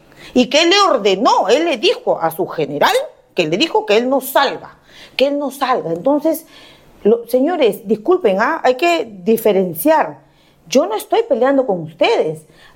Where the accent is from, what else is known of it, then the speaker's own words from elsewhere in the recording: Lima, Peru; Yo soy de Comas. Acá me he criado en Comas, señores.